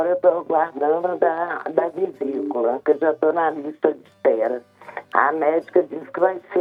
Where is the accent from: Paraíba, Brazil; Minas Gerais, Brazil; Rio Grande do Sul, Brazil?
Minas Gerais, Brazil; Araxá; also born or lived in Brasília; Eu sou de Araxá, pastor.